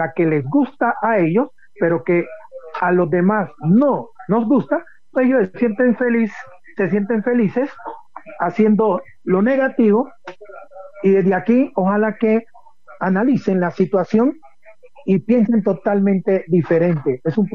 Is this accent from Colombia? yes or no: yes; Buenaventura, Valle del Cauca, Colombia; now in Cali, Colombia; la situación que se vive hoy aquí en la ciudad de Cali, lo que se vive en mi tierra natal, Buenaventura